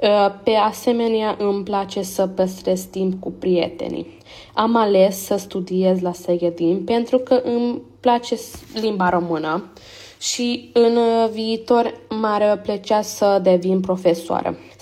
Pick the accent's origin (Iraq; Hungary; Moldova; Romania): Hungary; Gyula, Békés; Am crescut în Giula, într-o familie de naționalitate românesc.